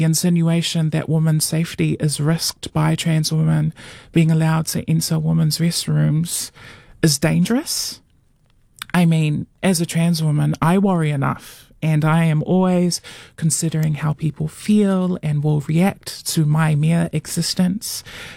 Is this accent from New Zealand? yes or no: yes; Auckland, New Zealand; I grew up in South Auckland